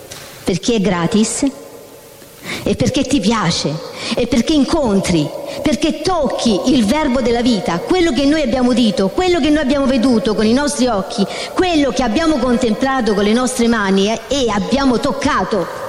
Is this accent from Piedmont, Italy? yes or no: no; Rome, Lazio, Italy; E sono romana, quindi chiedo scusa se qualche volta per superare la timidezza mi esce fuori qualche parola romana.